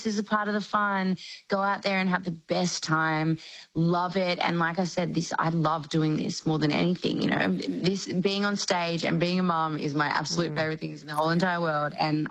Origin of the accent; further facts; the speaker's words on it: Melbourne, Victoria, Australia; I was a country girl. I grew up in the Yarra Valley in Melbourne, and that was just such a big thing for me.